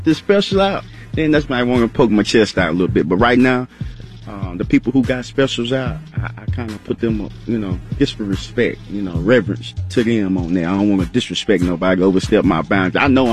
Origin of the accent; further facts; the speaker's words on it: Texas, United States; I'm from East Texas.